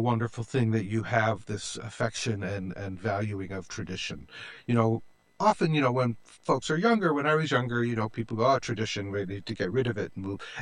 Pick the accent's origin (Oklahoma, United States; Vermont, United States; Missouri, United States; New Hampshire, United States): Vermont, United States; I'm from Vermont, so I've spent lots of time in Quebec.